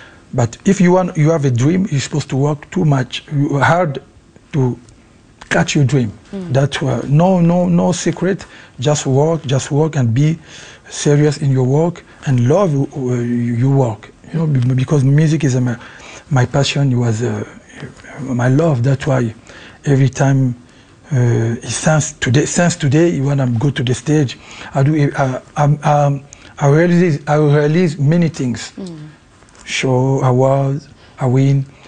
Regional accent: Kinshasa, DR Congo; first language Lingala; English is a second language; moved away as an adult; also born or lived in Paris; I grew up in Kinshasa, and I go to the Paris when I was used to be a little bit, you know, like 19, 20. So I have both culture, you know, Congolese culture

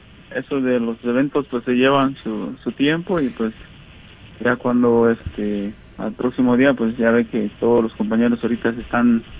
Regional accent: Tindú, Mexico; moved away; está enterrada en mi pueblo, en Tindú

